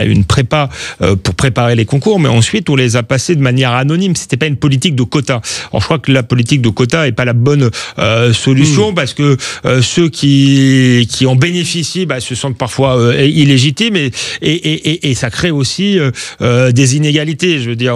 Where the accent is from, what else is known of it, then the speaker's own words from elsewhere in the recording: Épinay-sur-Seine, Île-de-France, France; J'ai grandi en banlieue, à Épinay-sur-Seine, mes parents étaient petits commerçants.